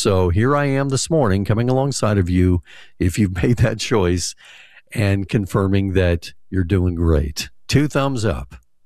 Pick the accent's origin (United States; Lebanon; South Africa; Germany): United States; Lafayette, Indiana; my hometown, shout out Lafayette, Indiana.